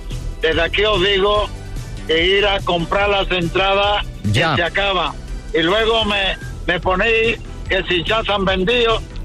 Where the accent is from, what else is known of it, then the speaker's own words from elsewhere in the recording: Jerez de la Frontera, Andalusia, Spain; Voy a estar el 11 de agosto, voy a estar en Jerez de la Frontera, en mi tierra, en el Festival de Tío Pepe